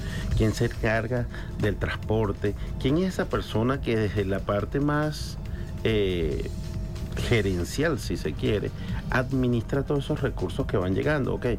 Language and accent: Spanish; Venezuela; soy venezolano y venezolano de los buenos.